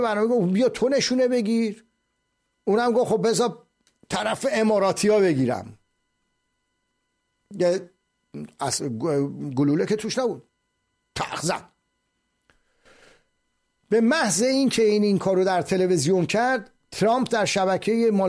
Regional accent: Iran; به عنوان یک ایرانی

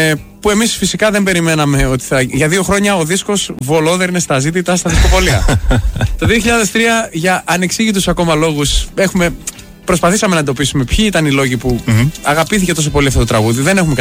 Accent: Thessaloniki, Central Macedonia, Greece; also born or lived in Paris, France; Έλληνας Θεσσαλονικιός βέβαια. Ήρθα 5 χρονών με τους γονείς μου από Γαλλία, Ελλάδα και από τότε δεν έφυγα από τη Θεσσαλονίκη καθόλου.

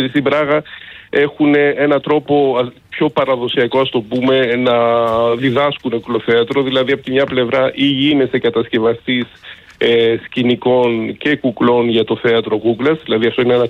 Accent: Kavala, Eastern Macedonia and Thrace, Greece; moved away as an adult; also born or lived in Thessaloniki / Prague; Εγώ είμαι από Καβάλα, ναι, έχω ζήσει στην Καβάλα τα παιδικά μου και τα εφηβικά μου χρόνια. Έφυγα από την Καβάλα το 1993 που βρέθηκα στη Θεσσαλονίκη

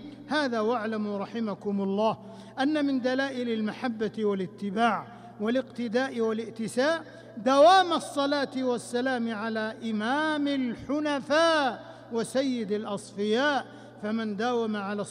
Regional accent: Saudi Arabia; جعل بلادنا المملكة العربية السعودية

